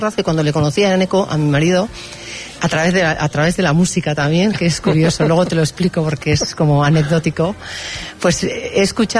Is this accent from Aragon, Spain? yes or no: no; Basque Country, Spain; Yo creo que soy muy euskaldun, pero ¿cómo voy a renegar de mis raíces castellanas? Es que me siento castellana también, sí.